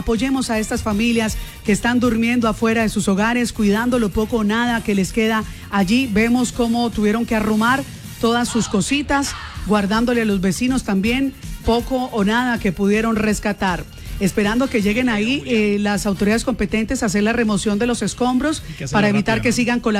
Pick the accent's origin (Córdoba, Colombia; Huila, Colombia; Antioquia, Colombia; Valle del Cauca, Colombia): Valle del Cauca, Colombia; Cali; La solidaridad nuestra es lo que más nos caracteriza como caleños.